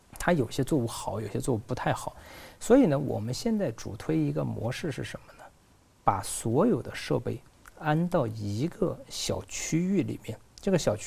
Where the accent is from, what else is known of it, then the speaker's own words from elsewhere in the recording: southern China, China; moved away; 在我们老家南方种玉米